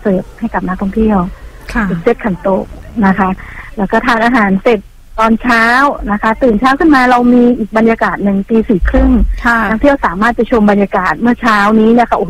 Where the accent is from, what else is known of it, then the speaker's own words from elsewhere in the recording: Northern Thailand, Thailand; accent: Kham Mueang (Northern Thai); ภาษาบ้านของพี่เป็นวัฒนธรรมจะเป็นคนเมืองอะค่ะเป็นคนเหนือเนาะจะอู้เมืองอู้เหนือค่ะ